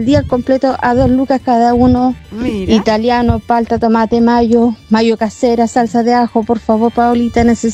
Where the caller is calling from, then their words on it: San Pedro de la Paz, Biobío, Chile; Soy de San Pedro de la Paz, Parque Laguna Grande.